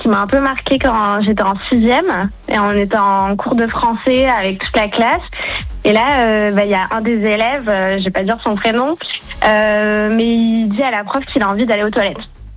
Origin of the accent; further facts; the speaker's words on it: Toulouse, Occitanie, France; Coucou, moi je suis de Toulouse.